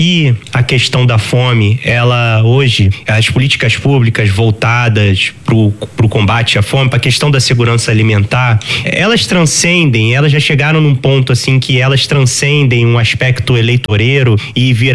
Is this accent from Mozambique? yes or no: no; Niterói, Rio de Janeiro, Brazil; Eu digo que eu só sou carioca na minha certidão, que eu sou nascido no Rio, morei a vida inteira em Niterói